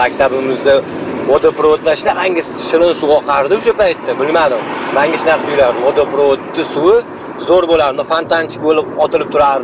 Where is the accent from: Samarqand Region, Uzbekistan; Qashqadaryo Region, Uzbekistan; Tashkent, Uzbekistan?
Tashkent, Uzbekistan; Sevzordanman.